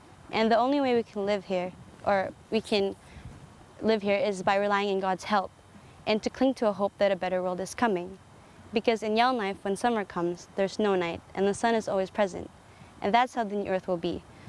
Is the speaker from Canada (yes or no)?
no; Philippines; And I'm Filipino, and so I'm made for the tropics, not the Arctic.